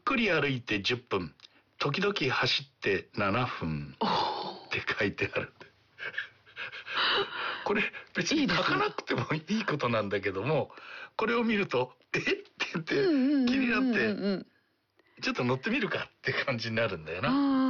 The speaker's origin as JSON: {"language": "Japanese", "town": "Beppu", "region": "Oita", "country": "Japan", "tie": "born there", "accent": "Oita dialect", "said": "僕の生まれた別府"}